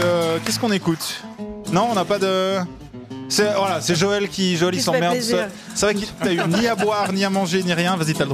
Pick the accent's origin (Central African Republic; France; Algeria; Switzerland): Switzerland; Je ne peux plus retourner dans mon canton sans qu'on me lynche maintenant